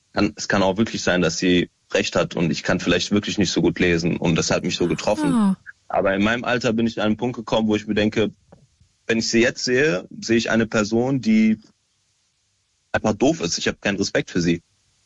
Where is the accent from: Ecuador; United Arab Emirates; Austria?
United Arab Emirates; also born or lived in Syria; now in Germany; Also ich bin ursprünglich aus Syrien. Ich bin aus den Emiraten aber nach Deutschland gezogen. Ich bin auch dort aufgewachsen.